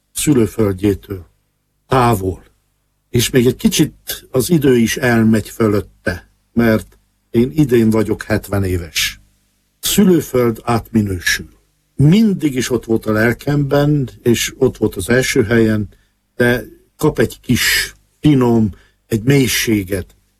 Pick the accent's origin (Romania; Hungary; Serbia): Romania; Csíkmadaras, Harghita; moved away as an adult; also born or lived in Miercurea Ciuc / Timișoara; now in Austria; Csíkmadarason születtem, és ott is jártam iskolába, aztán Csíkszeredában, Mártonáromba, majd Temesváron, Politechnikán